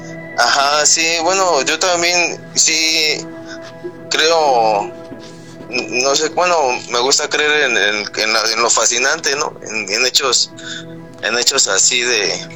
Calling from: Mexico City, Mexico; Yo soy de la Ciudad de México, Iztapalapa.

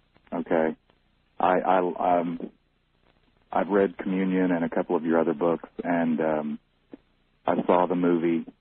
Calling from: San Antonio, Texas, United States; I'm in San Antonio, Texas.

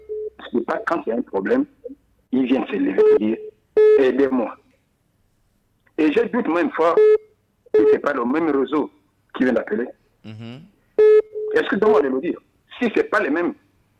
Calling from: Booué, Ogooué-Ivindo, Gabon; Même chez moi, à Boué

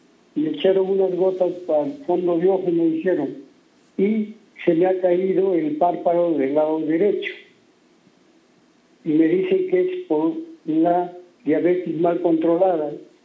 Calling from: Arequipa, Peru; Le estoy llamando desde Arequipa

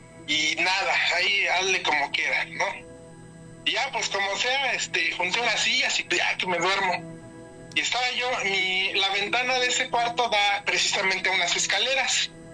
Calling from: Puebla, Mexico; Desde la ciudad de Puebla, capital.

